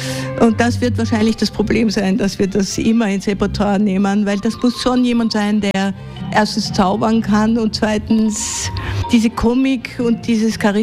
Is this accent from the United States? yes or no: no; Salzburg, Austria; Ich bin selber eine Salzburgerin, kenne das Theater aus Kindertagen